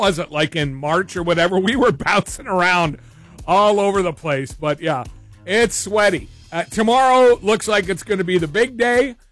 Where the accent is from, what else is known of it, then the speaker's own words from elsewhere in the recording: Canada; There's many great things about being Canadian and our four seasons.